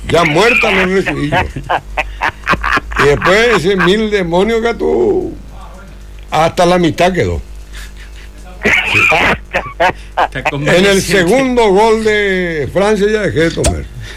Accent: Paraguay; qué buenos somos los paraguayos

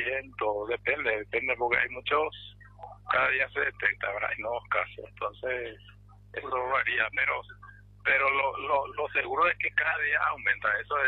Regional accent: Ciudad del Este, Alto Paraná, Paraguay; La mayoría somos de Ciudad del Este

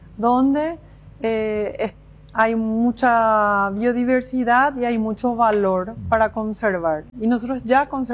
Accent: Agua Dulce, Alto Paraguay, Paraguay; nosotros somos de Agua Dulce, del distrito de Bahía Negra.

